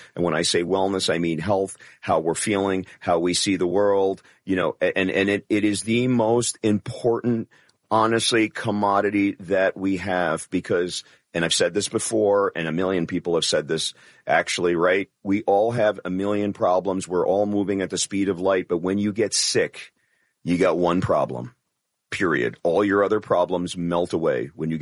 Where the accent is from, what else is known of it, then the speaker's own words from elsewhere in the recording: New York, United States; I'm a kid from the Bronx.